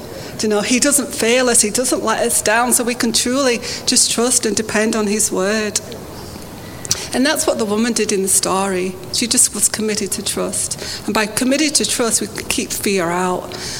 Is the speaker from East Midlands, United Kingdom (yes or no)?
no; Bradford, Yorkshire and the Humber, United Kingdom; I'm from Bradford